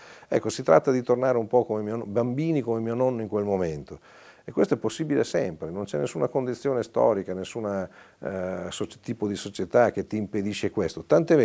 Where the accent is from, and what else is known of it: Forlì, Emilia-Romagna, Italy; born or raised there